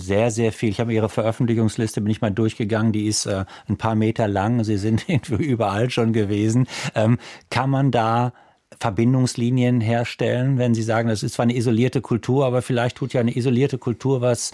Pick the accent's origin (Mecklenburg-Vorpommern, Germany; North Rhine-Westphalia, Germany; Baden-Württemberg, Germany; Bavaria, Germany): North Rhine-Westphalia, Germany; ich komme aus dem Dorf im Sauerland, gibt's bei uns wirklich was zu finden?